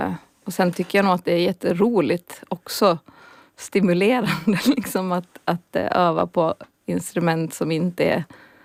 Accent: Åland, Finland; Jag är uppvuxen på Åland, har tagit några kringelkrokar i livet och nu bor jag här sedan några år tillbaka.

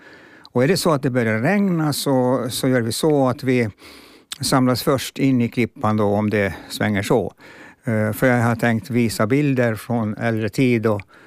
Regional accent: Finnby, Åland, Finland; first language fi; Swedish is a second language; Men jag brukar säga att mitt modersmål är egentligen finska, så att jag skyller ifrån mig lite på det. Jag kunde vara finska när jag var 3 år nämligen.

